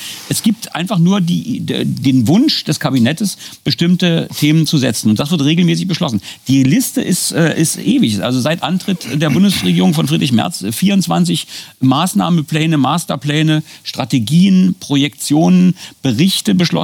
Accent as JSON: {"language": "German", "region": "East Germany", "country": "Germany", "tie": "born there", "said": "komme ich als gebürtiger Ossi"}